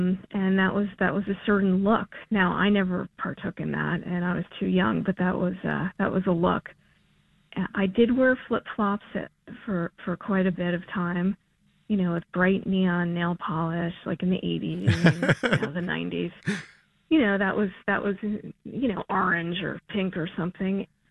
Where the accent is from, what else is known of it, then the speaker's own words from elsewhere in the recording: New York City, New York, United States; Anyway, as a native New Yorker growing up here in the city